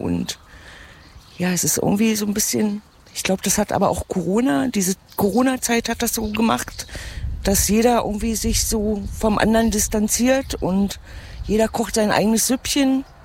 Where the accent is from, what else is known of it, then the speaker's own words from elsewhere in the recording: Miestel, Saxony-Anhalt, Germany; Ich komme aus Miestel, das ist mitten im Drömmling in der Altmark. Ja, da komme ich her. Ja, ist halt alles wahnsinnig ländlich, ne?